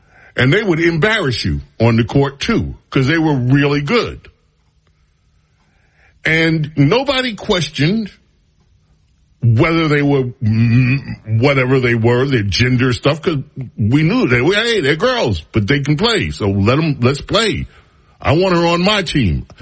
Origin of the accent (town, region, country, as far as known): New York City, New York, United States; born or raised there